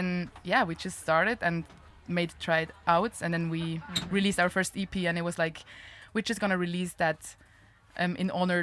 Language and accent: English; Switzerland; first language Swiss German; English is a second language; Like it was a challenge to realize it's my mother tongue, but like how can I do good texts in my mother tongue like that don't feel weird?